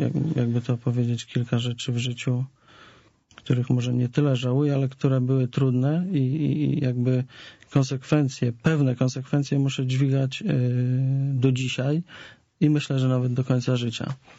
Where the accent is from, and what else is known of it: West Pomeranian Voivodeship, Poland; born or raised there